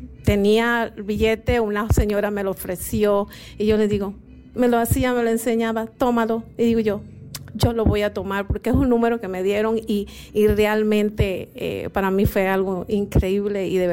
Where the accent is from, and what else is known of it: Alanje, Chiriquí, Panama